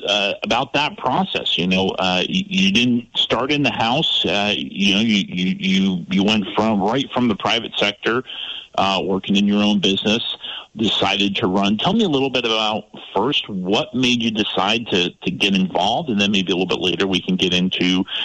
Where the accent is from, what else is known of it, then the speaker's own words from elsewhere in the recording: Shoreham, Vermont, United States; I'm an Addison County boy myself. I grew up in Shoreham for most of my time, and my dad, my grandfather, my brother also live in Addison County